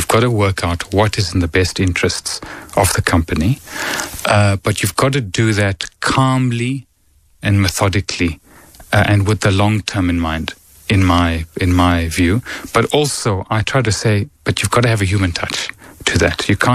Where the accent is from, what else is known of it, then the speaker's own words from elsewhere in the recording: South Africa; being a South African businessman or a South African leader, leadership is difficult generally.